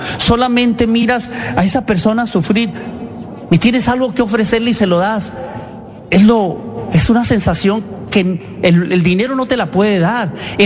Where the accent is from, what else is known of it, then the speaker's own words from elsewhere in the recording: Tijuana, Baja California, Mexico; Y yo, teniendo 7 años, a los días me fui por las calles de Tijuana boleando zapatos y llegaba a las tiendas con mis monedas para comprarme la camisa blanca y el pantalón negro